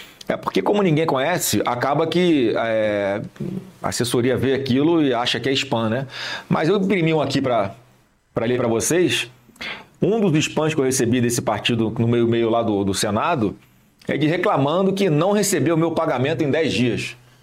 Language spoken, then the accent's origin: Portuguese; Brazil; Não precisem brigar, tá? Eu sou do Brasil, não sou de partido político, tá?